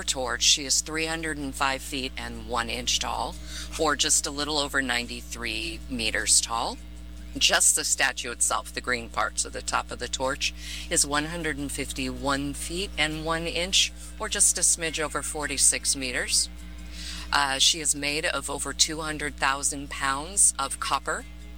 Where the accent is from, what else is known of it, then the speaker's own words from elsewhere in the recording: New York, United States; I'm a New Yorker. New Yorkers don't go to touristy things.